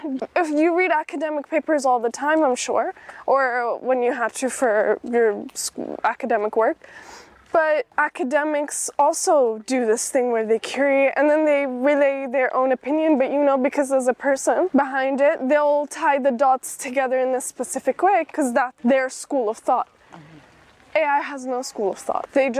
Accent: Sudan; We're from Sudan, this is like a big deal.

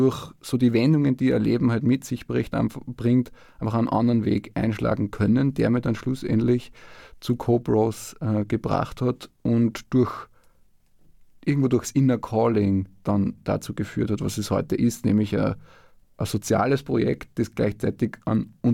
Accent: Zwettl, Lower Austria, Austria; accent: Waldviertel dialect; Und ich komme ja aus einem sehr katholischen Haushalt. Also ich bin im Waldviertel aufgewachsen, ich komme aus Zwettl in Niederösterreich. Man hört es vielleicht auch ein bisschen am Dialekt, auch wenn der oft ins Oberösterreichische missverstanden wird, aber sie sind auch sehr ähnlich.

